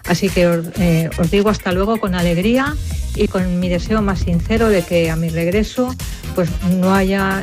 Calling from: Madrid, Community of Madrid, Spain; de Madrid.

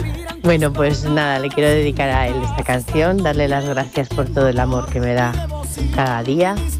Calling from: Alcocer, Castilla-La Mancha, Spain; de Alcocer

